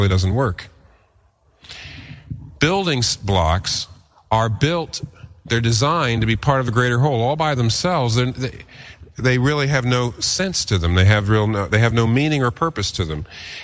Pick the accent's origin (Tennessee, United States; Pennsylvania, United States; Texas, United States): Pennsylvania, United States; I come from Pennsylvania. Pennsylvania is called the Keystone State.